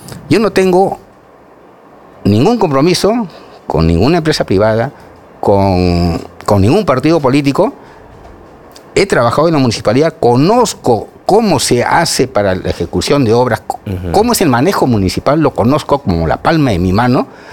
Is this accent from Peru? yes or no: yes; Lima, Peru; Yo soy natural de Lima, de padres provincianos